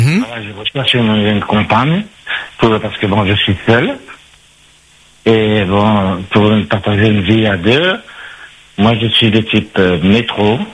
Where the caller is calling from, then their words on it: Le Tampon, Réunion; de type métro, j'ai 67 ans, je suis à la retraite et j'habite sur le Tampon.